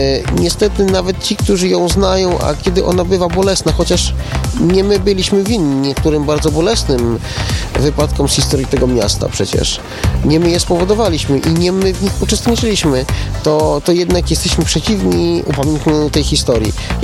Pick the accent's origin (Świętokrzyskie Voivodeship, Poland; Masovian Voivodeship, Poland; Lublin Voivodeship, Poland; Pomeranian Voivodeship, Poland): Lublin Voivodeship, Poland; Kraśnik; Ja sam jestem Kraśniczaninem przecież, urodzony i wychowany na Fabrycznym.